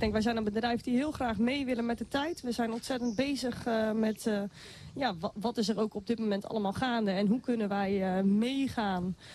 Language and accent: Dutch; Arnhem, Gelderland, Netherlands; moved away; Ja, ik kom uit de stad. Ik kom uit Arnhem. Dus ik ben echt midden in de stad opgegroeid.